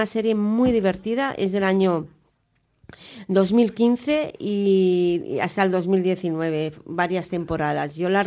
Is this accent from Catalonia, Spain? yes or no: yes; Catalonia, Spain; Esto es como los catalanes decimos que África empieza en Tarragona.